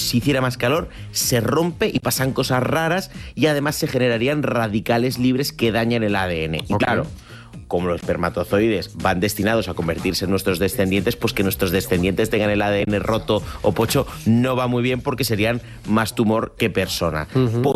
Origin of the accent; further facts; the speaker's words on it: Santander, Cantabria, Spain; Yo soy de Santander, Cantábrico.